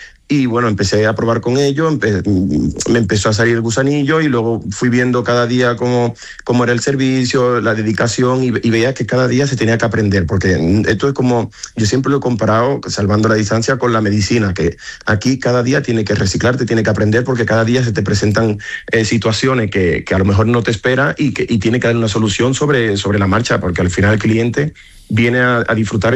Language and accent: Spanish; Dominican Republic; now in Spain; yo me presenté como dominicano.